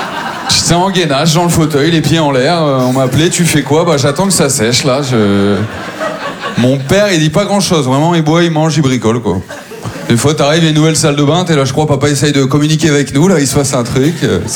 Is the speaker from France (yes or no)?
yes; Maubeuge, Hauts-de-France, France; born or raised there